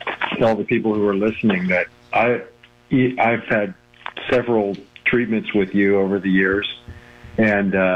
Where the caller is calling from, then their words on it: Palm Springs, California, United States; I see lots of patients out here in Palm Springs